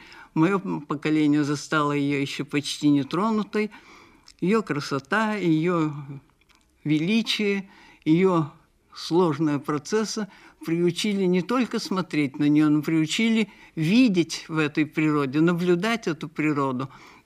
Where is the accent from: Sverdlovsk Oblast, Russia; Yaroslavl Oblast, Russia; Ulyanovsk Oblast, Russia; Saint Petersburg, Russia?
Yaroslavl Oblast, Russia; moved away; Я родилась в Ярославской области, в глубинке, где еще была настоящая предреволюционная темнота.